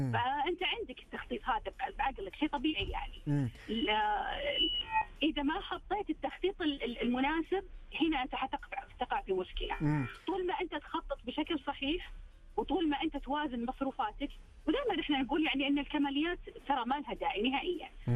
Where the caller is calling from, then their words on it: Riyadh, Riyadh Province, Saudi Arabia; أنا فيك من الرياض.